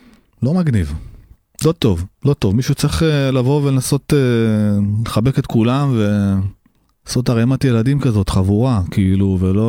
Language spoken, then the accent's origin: Hebrew; Tel Aviv, Tel Aviv District, Israel; born there; אנחנו נולדנו פה, זה, אני מכיר כל רחוב וכל סמטה בתל אביב, תל אביב מבחינתי זו העיר הכי מדהימה בעולם.